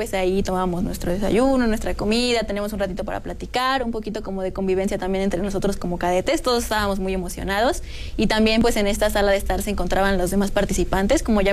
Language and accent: Spanish; Mexico; sentir esa identidad nacional de todos como mexicanos